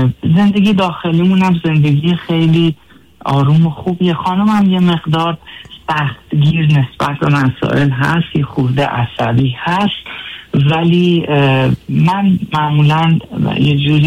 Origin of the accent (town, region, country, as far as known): Iran; born or raised there; moved away as an adult